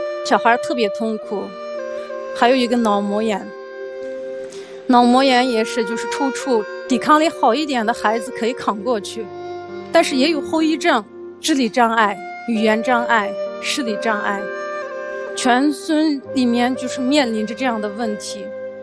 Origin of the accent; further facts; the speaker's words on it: Turpan, Xinjiang, China; 我来自美丽的新疆吐鲁番特区县伊拉互巷，